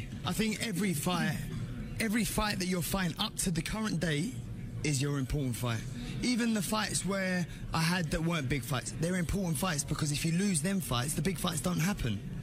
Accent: Mexico; No, pero yo soy más mexicano que él.

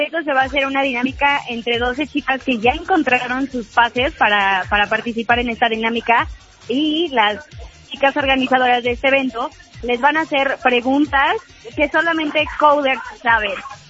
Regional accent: Morelos, Mexico; moved away; No, pues es que no soy de aquí, soy de Morelos, colindando con Puebla y Guerrero, y pues mis papás me protegían mucho, no me dejaban salir, y apenas no lleva mucho que me mudé para acá

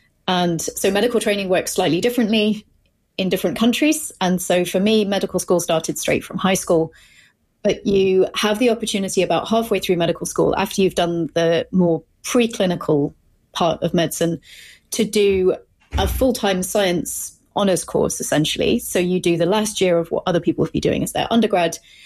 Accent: North East England, United Kingdom; now in Cambridge, United Kingdom; So I grew up in the very north of England in a county called Northumberland.

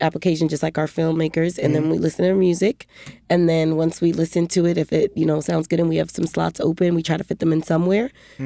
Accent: Jamaica; I'm from Jamaica.

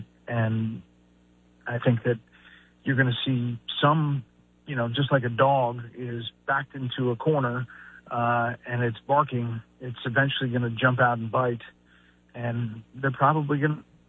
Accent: Atlanta, Georgia, United States; I grew up in Atlanta, so I was an Atlanta

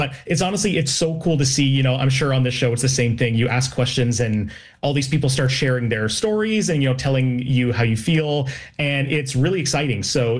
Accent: Toronto, Ontario, Canada; I'm from Toronto

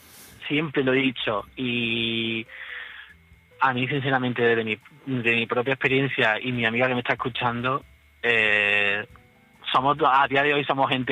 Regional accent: Cabra, Andalusia, Spain; Desde Cabra, Córdoba.

